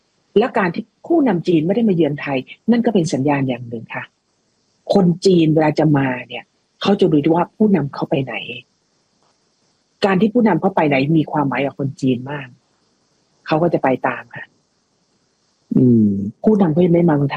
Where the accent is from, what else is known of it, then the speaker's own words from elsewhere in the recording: China; Thai is a second language; แต่พวกผมเนี่ยคนจีนเนี่ยไม่ได้เห็นสิ่งที่พวกพี่เห็นนะครับ